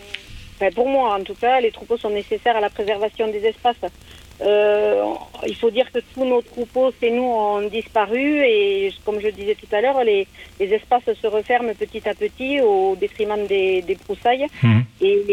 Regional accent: Occitanie, France; moved away as an adult; now in Estampures, France; Je suis originaire du Gers, juste à côté de Mielan, à la Gamazous. Et je me suis installée en tant qu'agricultrice sur un élevage de lapins à Estampure.

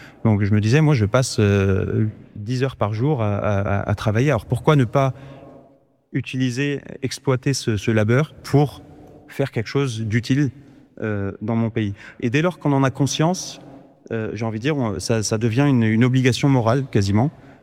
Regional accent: Nantes, Pays de la Loire, France; moved away as an adult; also born or lived in Paris; now in Iraq; je suis né en Irak en 90. Ma famille est arrivée en France en 91, donc je m'en souviens pas. Hein. Mais on s'est installé à Nantes, j'ai grandi à Nantes, et puis un peu à Paris sur la fin.

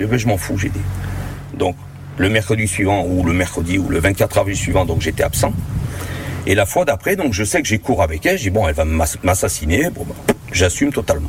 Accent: France; born there; parce que je suis né en France, certes, de parents qui venaient de Syrie

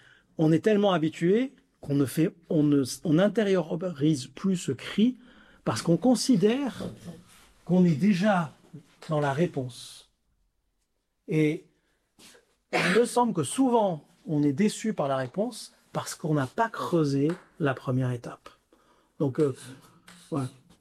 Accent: Marseille, Provence-Alpes-Côte d'Azur, France; j'ai grandi à Marseille

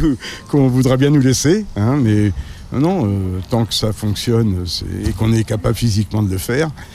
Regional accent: Chantenay-Villedieu, Pays de la Loire, France; born there; moi j'habite Chantenay, je suis né à Chantenay

